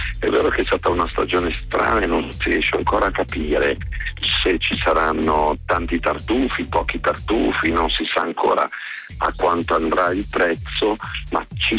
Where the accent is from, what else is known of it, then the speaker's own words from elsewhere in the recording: Piedmont, Italy; e a San Bartolomeo riposa mio padre, riposa mio nonno, e andrò proprio lì nella mia terra a salutarli.